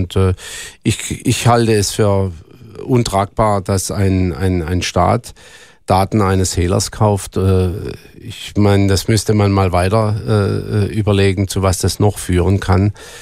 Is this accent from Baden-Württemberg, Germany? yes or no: yes; Baden-Württemberg, Germany; also born or lived in United States; da ich echter Badener bin, aber sehr gerne in Amerika war und viele Zeit in meiner Ausbildung, meiner Jugend in den USA verbracht habe.